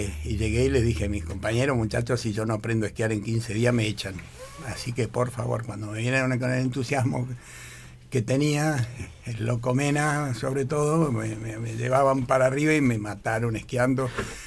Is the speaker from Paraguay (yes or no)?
no; San Martín de los Andes, Neuquén, Argentina; also born or lived in Buenos Aires; si bien yo nací en Buenos Aires, a menos de un año nos mudamos a San Martín de los Andes, lugar en el que estuve hasta los 7 años